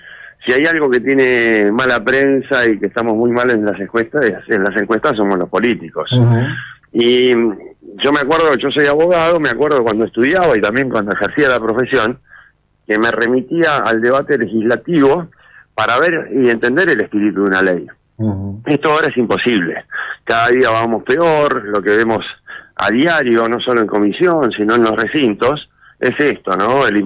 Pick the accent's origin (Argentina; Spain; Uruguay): Argentina; Río Negro; Yo soy de Río Negro